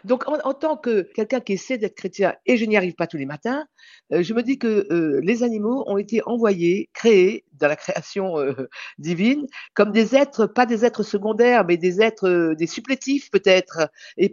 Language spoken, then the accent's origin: French; Réunion; j'ai vécu dans un univers très particulier à La Réunion, où à cette époque-là, moi j'étais enfant dans les années, fin des années 50, début années 60